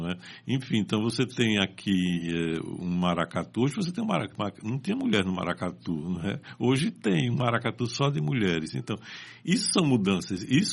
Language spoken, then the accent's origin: Portuguese; Recife, Pernambuco, Brazil; eu que sou do Recife